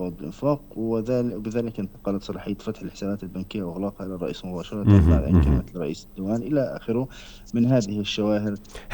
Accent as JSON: {"language": "Arabic", "country": "Palestine", "said": "المرتبط فينا كفلسطينيين وعلاقتنا مع المؤسسة الرسمية الحاكمة في فلسطين."}